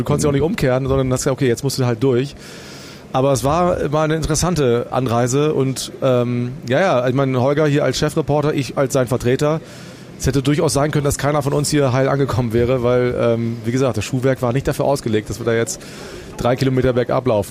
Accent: Northern Germany, Germany; Ich komme aus Norddeutschland

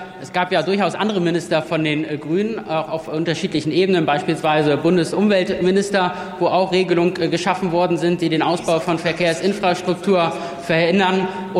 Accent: Schleswig-Holstein, Germany; In meinem Heimatbundesland Schleswig-Holstein profitieren davon unter anderem die A20, die A23 und die Marschbahn.

